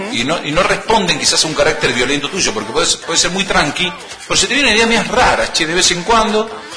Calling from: Malargüe, Mendoza, Argentina; Toda la tarde los escucho … de Malargüe.

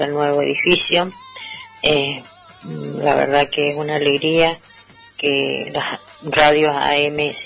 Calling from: Malargüe, Mendoza, Argentina; soy de Malargüe

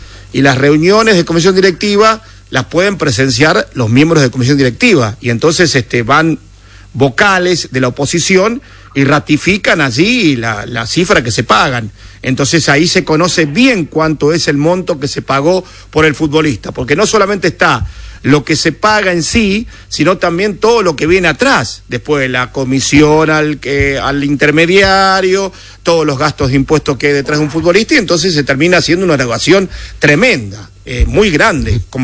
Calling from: Munro, Buenos Aires Province, Argentina; Buenas noches, amigos de Radio Nacional

